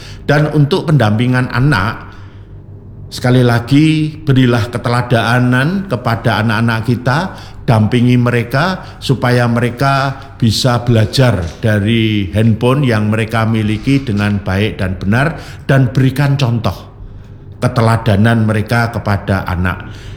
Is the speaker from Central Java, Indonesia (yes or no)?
yes; Surakarta, Central Java, Indonesia; Kalau kami warga Kemlayan